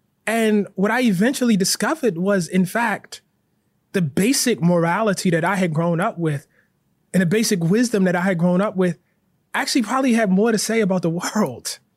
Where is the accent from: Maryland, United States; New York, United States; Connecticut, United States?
Maryland, United States; Baltimore; I could have dropped anybody from the neighborhood that I grew up in West Baltimore, on the West Bank.